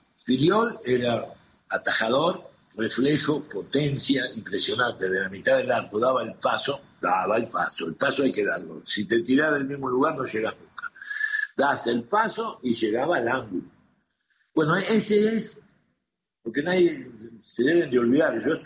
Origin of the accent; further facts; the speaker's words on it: Mexico; yo lo que estoy pensando es como mexicano, de cómo podemos mejorar.